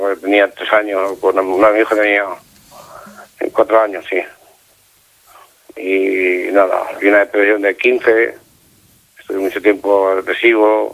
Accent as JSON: {"language": "Spanish", "town": "Lleida", "region": "Catalonia", "country": "Spain", "said": "Un año que yo con una chica aquí, yo soy de Lleida"}